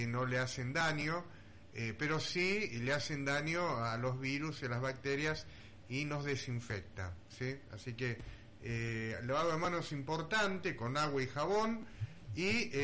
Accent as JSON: {"language": "Spanish", "country": "Argentina", "said": "nosotros argentinos estamos acostumbrados a abrazarnos, a besarnos"}